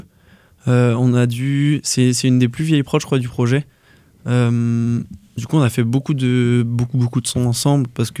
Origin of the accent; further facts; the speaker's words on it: Brittany, France; moi, je suis breton. Je parle breton.